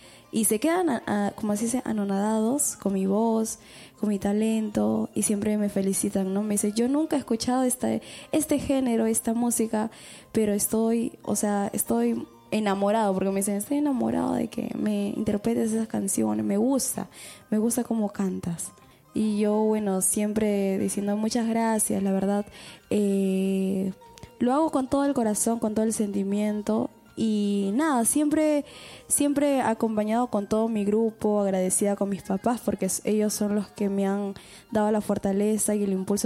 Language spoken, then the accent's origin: Spanish; Quilcas, Junín, Peru; lo grabamos en mi pueblo que es Quilcas